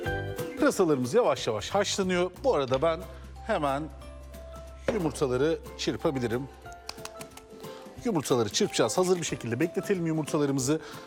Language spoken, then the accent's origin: Turkish; Adana, Turkey; Ya bir Adanalı olarak pırasayı bu kadar seviyor olmam insanları çok şaşırtıyor.